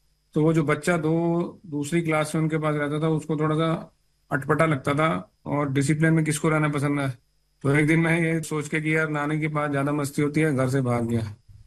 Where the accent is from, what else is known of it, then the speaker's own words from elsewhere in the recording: Roorkee, Uttarakhand, India; also born or lived in Jagadhri, Haryana; मेरा जन्म हरियाणा में हुआ है, जगाधरी के पास, और मेरी सारी स्कूलिंग जो हुई है वो अब जिसको उत्तराखंड बोलते हैं, रुड़की, जो IIT रुड़की के लिए मशहूर है, वहां पे हुई है।